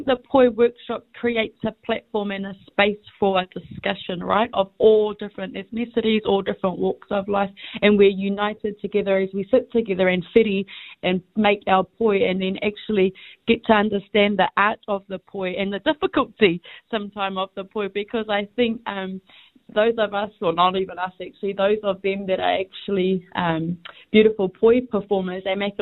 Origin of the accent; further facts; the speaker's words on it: New Zealand; first language Māori; English is a second language; So I was fortunate, you know, to be a native speaker, and te reo Māori was my first language.